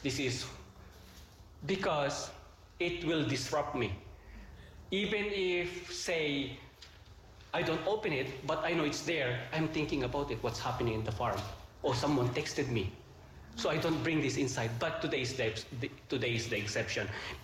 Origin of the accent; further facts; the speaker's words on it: Philippines; now in New Zealand; Then I'm a Filipino.